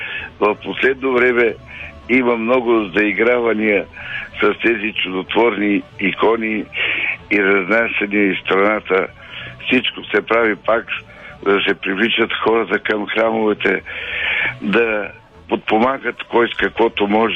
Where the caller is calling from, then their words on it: Teteven, Lovech Province, Bulgaria; от Тетевен.